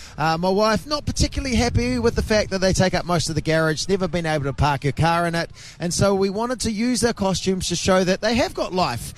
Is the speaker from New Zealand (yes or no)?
yes; Masterton, Wellington, New Zealand; the joy it's brought to the folks of Masterton in my hometown, the people, young and old, everyone here.